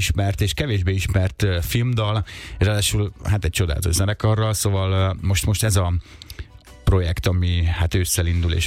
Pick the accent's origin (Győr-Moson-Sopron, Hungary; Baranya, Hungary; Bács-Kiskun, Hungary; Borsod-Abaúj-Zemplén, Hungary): Bács-Kiskun, Hungary; Lajosmizse; also born or lived in Kecskemét; a szülővárosomban, vagyis abban a városban, ahol felnőttem, Lajosmizsén, mert Kecskeméten születtem, de ugye Lajosmizsén nevelkedtem